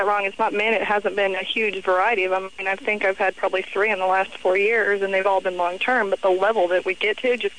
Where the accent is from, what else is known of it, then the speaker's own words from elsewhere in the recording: Texas, United States; I grew up in Texas.